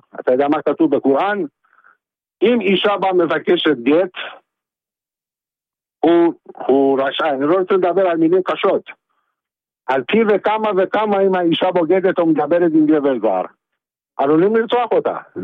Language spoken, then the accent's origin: Hebrew; Iran; תשמע, אני גדלתי בשכונה באיראן, שהמוסלמים היינו שכנים והיינו אחים, והיינו יותר ממה שאתה חושב.